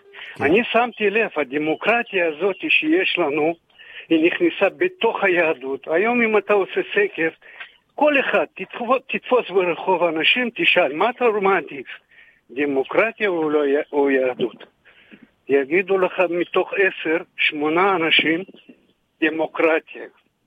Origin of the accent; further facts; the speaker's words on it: Kazakhstan; Hebrew is a second language; now in Israel; שאני עליתי לפני 35 שנה לארץ, באתי מקזחסטן, חשבתי על המדינה היהודית